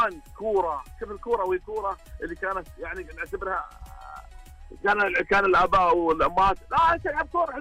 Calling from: Saudi Arabia; احنا عندنا في السعوديه تحديدا

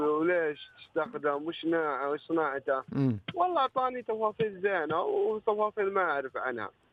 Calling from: Jazan, Jazan Province, Saudi Arabia; انا توني نازل من الرياض قبل اسبوع، بس حراره في الرياض عندنا في جيزان والله تشوف درجه الحراره

